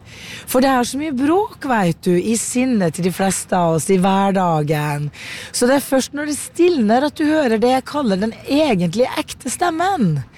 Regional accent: Susendal, Nordland, Norway; Altså, jeg er jo fra Nord-Norge opprinnelig, selv om dialekten er litt utvannet.

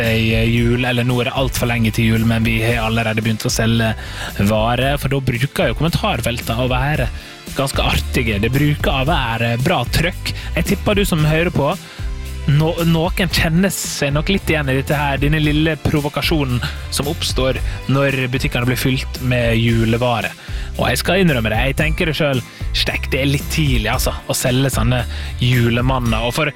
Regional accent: Møre og Romsdal, Norway; altså i nabobygda der jeg kommer fra, er det litt av, der er bygd som heter Gursken

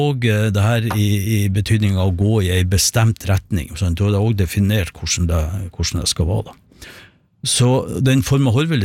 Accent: Sandnessjøen, Nordland, Norway; det kommer vi fra Sandnessjøen, og når jeg ser imot fjellene der, så ser jeg et fjell som egentlig heter Horva.

